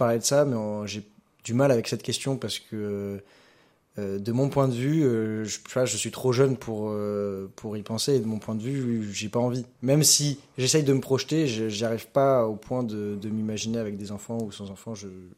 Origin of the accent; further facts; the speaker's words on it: Bourges, Centre-Val de Loire, France; moi je suis né à Bourges, donc je connais Bourges depuis tout le temps.